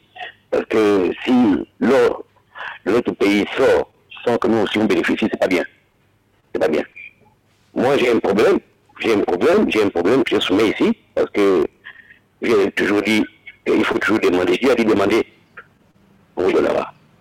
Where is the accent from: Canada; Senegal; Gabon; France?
Gabon; now in Libreville, Gabon; moi, j'ai grandi où l'or, on exploitait à Mikébé. Et moi, aujourd'hui, je suis à Libreville.